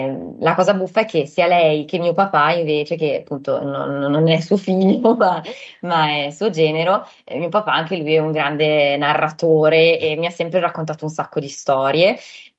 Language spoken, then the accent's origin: Italian; Genoa, Liguria, Italy; io sono nata e cresciuta a Genova da una famiglia in realtà di origine molto mista, nel senso che per quanto io arrivi da una famiglia, sì, italiana, diciamo al 100%